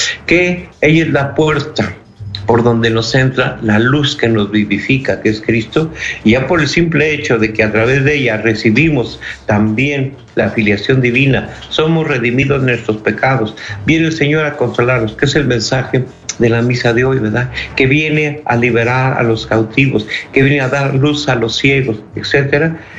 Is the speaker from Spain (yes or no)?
no; Mexico